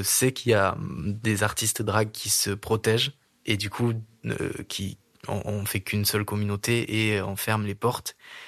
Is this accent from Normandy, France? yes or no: no; Saint-Santin, Occitanie, France; J'ai grandi à Saint-Santin, enfin, même le hameau Maspourquet, en fait